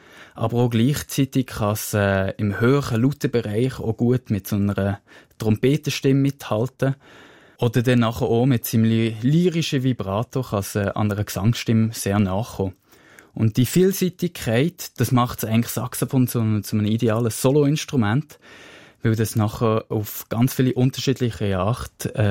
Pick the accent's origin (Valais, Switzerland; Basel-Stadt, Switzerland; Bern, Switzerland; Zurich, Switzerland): Bern, Switzerland; Und andererseits bin ich in Bern aufgewachsen.